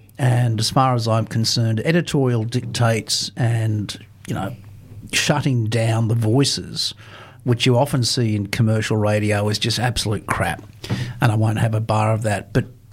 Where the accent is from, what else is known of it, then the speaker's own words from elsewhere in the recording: New South Wales, Australia; Whereabouts in New South Wales? So am I.